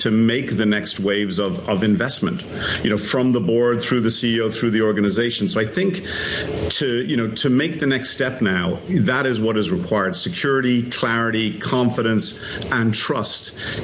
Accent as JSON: {"language": "English", "country": "Ireland", "said": "I'm from Ireland, we have a saying there that, you know, it takes a village to solve a hard problem."}